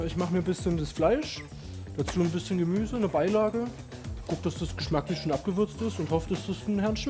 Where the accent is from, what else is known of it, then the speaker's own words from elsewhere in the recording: Saxony, Germany; da wo ich herkomme, aus dem guten Vogtland, nennen wir das auch die Schwamme